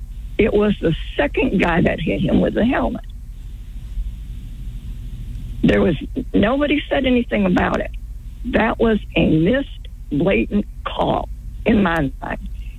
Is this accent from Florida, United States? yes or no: yes; Florida, United States; also born or lived in Michigan; now, I'm from Florida. Prior to that, Michigan. I live 20 miles from U of M.